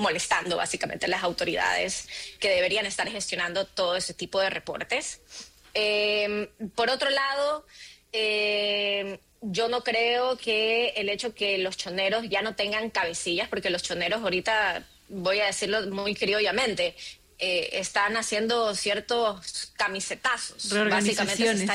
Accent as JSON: {"language": "Spanish", "country": "Ecuador", "said": "tú como ecuatoriana"}